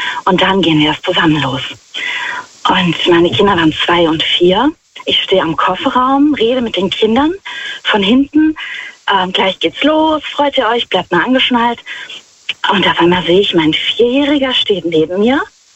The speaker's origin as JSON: {"language": "German", "town": "Wittlich", "region": "Rhineland-Palatinate", "country": "Germany", "said": "Ich bin aus der Nähe von Wittlich."}